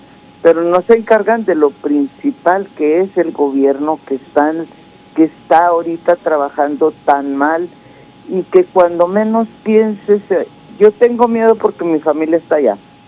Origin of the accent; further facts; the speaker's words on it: Ciudad Juárez, Chihuahua, Mexico; now in United States; ahí vamos con la edad, porque yo nací en Juárez